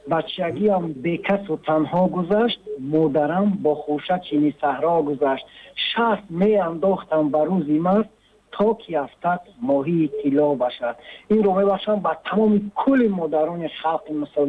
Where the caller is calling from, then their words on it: South Korea; Мо аз ҷумҳурии Корея ба шумо тамос гирифтем.